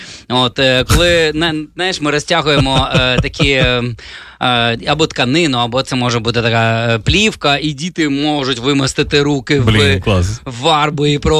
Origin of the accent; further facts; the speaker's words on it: Khmelnytskyi, Khmelnytskyi Oblast, Ukraine; Мій рідний Хмельницький